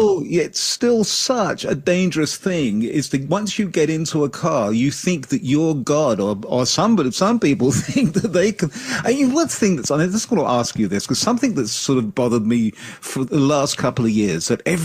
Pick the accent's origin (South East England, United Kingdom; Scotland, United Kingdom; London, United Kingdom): London, United Kingdom; Growing up in London, where I did, I didn't get a car.